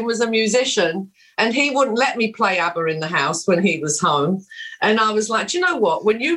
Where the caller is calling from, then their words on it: Twickenham, London, United Kingdom; Twickenham.